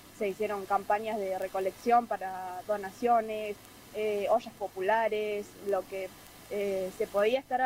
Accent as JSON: {"language": "Spanish", "town": "Perito Moreno", "region": "Santa Cruz", "country": "Argentina", "tie": "born or raised there", "said": "Nacida y criada en Perito Moreno, exactamente."}